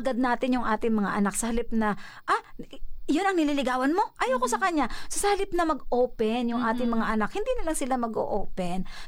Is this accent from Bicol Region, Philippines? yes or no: no; Mimaropa, Philippines; moved away; pag-uuwi kami ng Mindoro, ng province namin